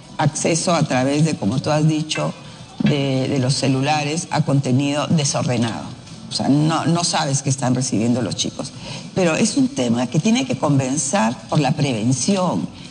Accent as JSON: {"language": "Spanish", "region": "Piura", "country": "Peru", "said": "No sé si tú sabes, pero yo soy provinciana, yo soy piurana."}